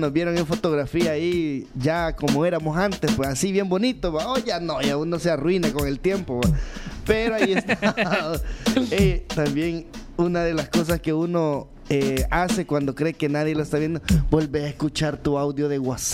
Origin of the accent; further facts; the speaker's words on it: El Salvador; si somos salvadoreños, eso nadie lo va a quitar.